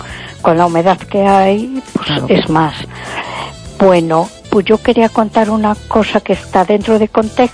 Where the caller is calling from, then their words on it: A Coruña, Galicia, Spain; de Coruña.